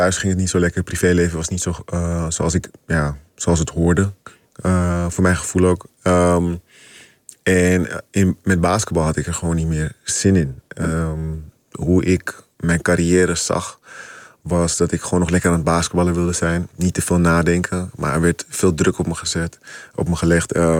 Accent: Amsterdam, North Holland, Netherlands; ik kom uit de Bijlmer

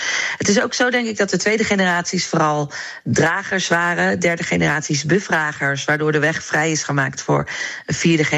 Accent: Netherlands; Terwijl ik dacht, ik kom toch gewoon uit Nederland. Maar opa en oma kwamen dan ergens anders vandaan.

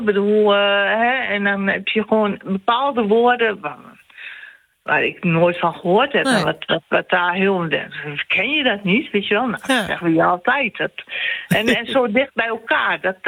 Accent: Enschede, Overijssel, Netherlands; moved away; Ik ben natuurlijk opgegroeid in Enschede.

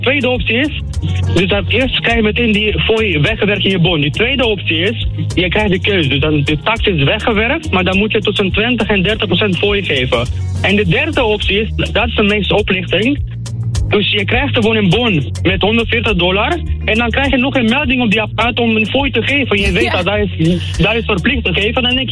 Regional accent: Romania; now in Netherlands; Ik ben niet gierig, ik ben zelf Roemeens, ik woon 17 in Nederland.

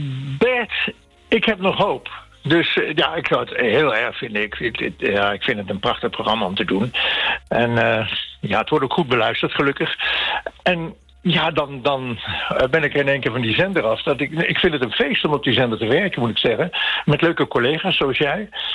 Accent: Maastricht, Limburg, Netherlands; moved away; ga ik in Maastricht het vieren, in mijn geboorteplaats.

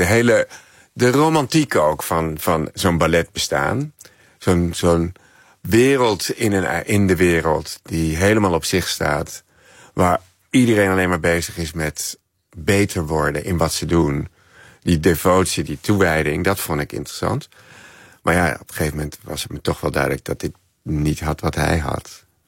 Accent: Amstelveen, North Holland, Netherlands; bibliotheek in Amstelveen, waar ik opgroeide

